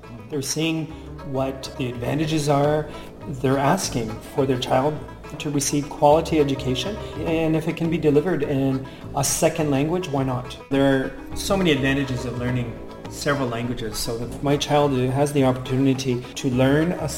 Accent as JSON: {"language": "English", "town": "Stoney Point", "region": "Ontario", "country": "Canada", "tie": "born or raised there", "also_born_or_lived": "Ottawa", "first_language": "French", "second_language": "English", "said": "growing up in Stony Point, here in Point d'Arche, my neighbors, we all spoke French amongst one ourselves. And when I went to St. Paul, which would be the school here in Stony Point, entirely in French."}